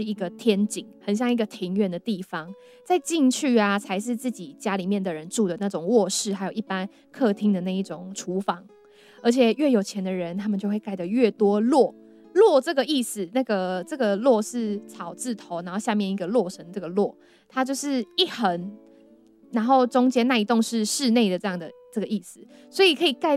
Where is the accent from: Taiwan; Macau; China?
Taiwan; also born or lived in Kinmen